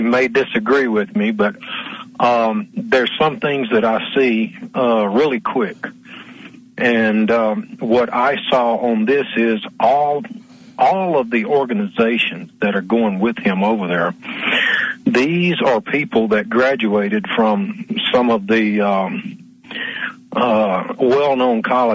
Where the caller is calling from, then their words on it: Arkansas, United States; in Arkansas.